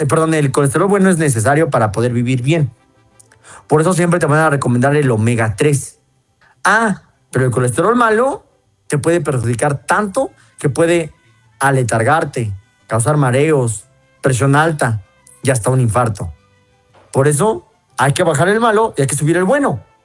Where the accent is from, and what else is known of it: Toluca, State of Mexico, Mexico; now in Mexico City, Mexico